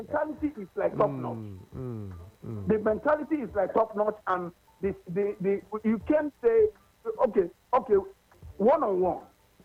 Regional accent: Nigeria; I'm from Africa.

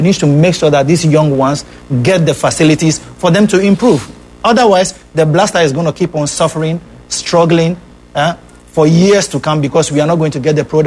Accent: Ghana; I'm not gonna sit here and pretend like because I'm a Ghanaian and I wouldn't tell the truth, you know.

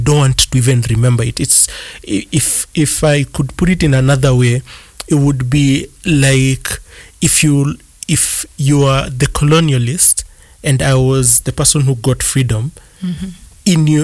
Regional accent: Kenya; as a Kenyan who stood with the anti-finance bill protests

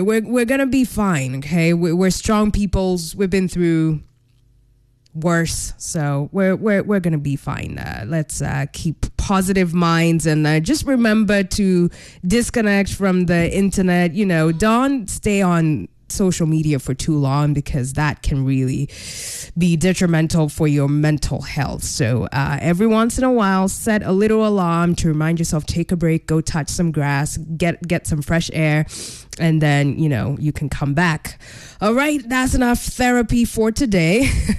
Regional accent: Kenya; as a Kenyan

